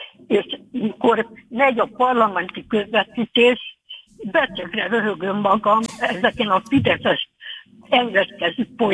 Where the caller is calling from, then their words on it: Hungary; most nem szégyellem azt, hogy magyar vagyok